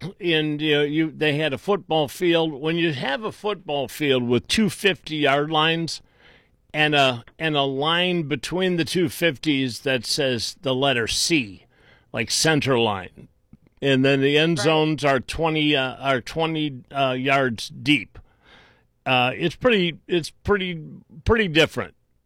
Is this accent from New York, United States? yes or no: no; Willowick, Ohio, United States; Because I grew up on the east side. I grew up in Willowick. I grew up in Lake County.